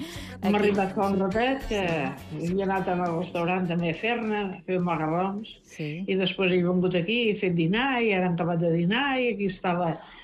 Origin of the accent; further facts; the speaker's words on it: Ibiza, Balearic Islands, Spain; I això, jo com a eivissenca i que ja tinc anys, em dol molt.